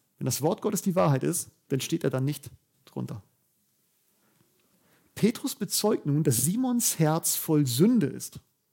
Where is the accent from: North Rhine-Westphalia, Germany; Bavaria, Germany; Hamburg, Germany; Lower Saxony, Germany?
Bavaria, Germany; In dem Dorf, wo ich gerade wohne, ich komme aus Bayern, da sind immer diese Prozessionen